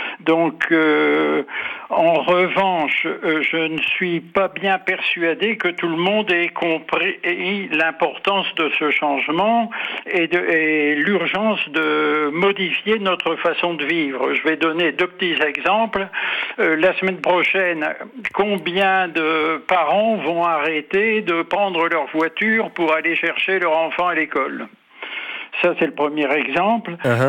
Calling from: Hauts-de-France, France; Je vous appelle du Nord.

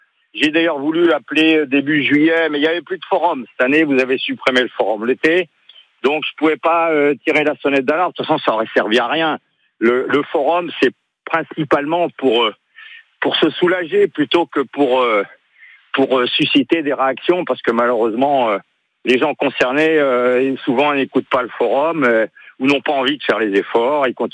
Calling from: Corsica, France; ça fait 36 ans que je vis en Corse

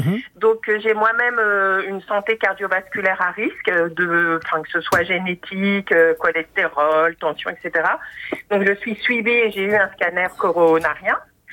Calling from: Maisons-Alfort, Île-de-France, France; J'appelle de Maison-Alfort.

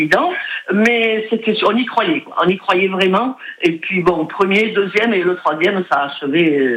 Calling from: Toulouse, Occitanie, France; je suis toulousaine

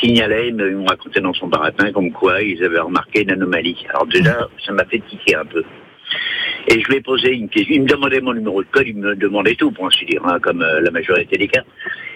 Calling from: Grand Est, France; j'étais dans la région Grand Est

